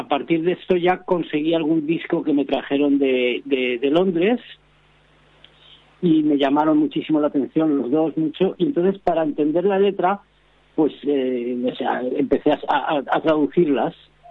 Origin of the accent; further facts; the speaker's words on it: Aragon, Spain; Pero con 12, con 6 cuerdas dobles, que es un instrumento típico de Aragón, de mi tierra, ¿no?